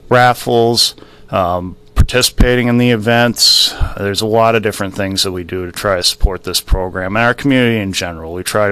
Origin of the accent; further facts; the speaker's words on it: Connecticut, United States; I grew up in Northeast Connecticut, so it's a lot of places I'm familiar with.